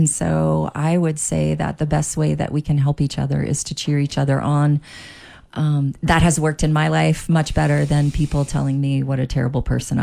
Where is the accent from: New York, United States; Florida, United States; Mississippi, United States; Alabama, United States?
Florida, United States; Miami; I grew up in Miami, so I took Spanish from like kindergarten on. And because I was in Miami, I can cuss really well in Spanish